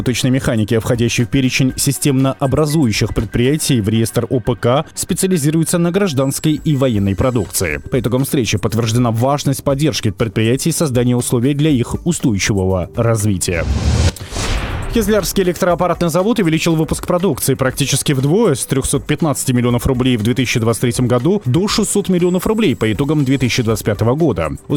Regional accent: Dagestan, Russia; я сейчас хочу обратиться к своим землякам-дагестанцам

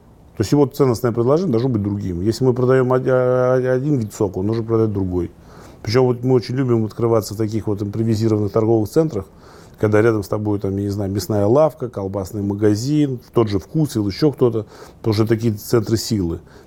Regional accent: Oryol, Oryol Oblast, Russia; он был в моем родном городе. У нас была сеть, розничный, оптовый бизнес.

